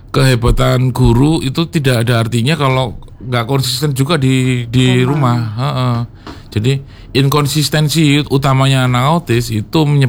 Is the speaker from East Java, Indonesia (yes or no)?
no; North Kalimantan, Indonesia; saya dari Kalimantan Utara Mbak, jadi dari pinggiran, dari perbatasan di Indonesia yang berbatasan dengan Kalimantan, dengan Malaysia